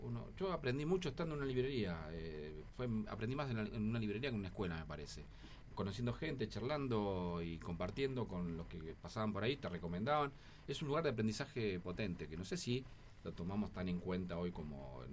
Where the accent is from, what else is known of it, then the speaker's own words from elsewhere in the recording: Magdalena, Buenos Aires Province, Argentina; born there; Hasta La Plata. Uno nació por ahí, así que somos del Pago de la Magdalena.